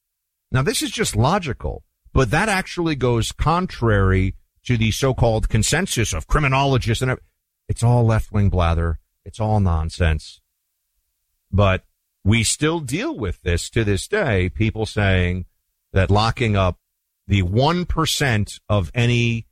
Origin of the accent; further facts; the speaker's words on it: New York City, New York, United States; This is a Democrat who could very well win a congressional seat in New York City, my hometown.